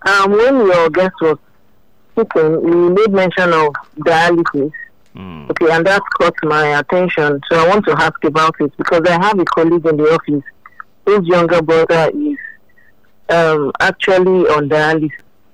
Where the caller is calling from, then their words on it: Nigeria; I'm calling from Jishaga.